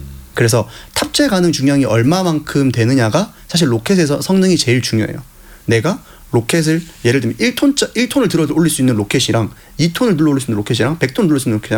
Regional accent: Ulsan, South Korea; now in Seoul, South Korea; 제가 고향이 울산인데

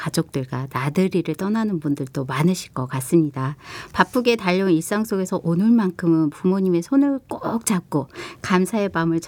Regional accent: Jindo, South Jeolla, South Korea; moved away; 제 고향이기도 한 전남 진도로

